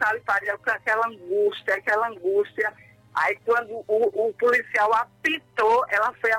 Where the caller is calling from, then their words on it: Tracunhaém, Pernambuco, Brazil; Eu falo de Tracunhaém.